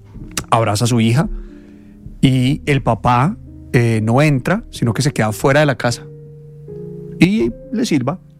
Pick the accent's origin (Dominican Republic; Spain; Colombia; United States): Spain; Canary Islands; Yo soy mero canario.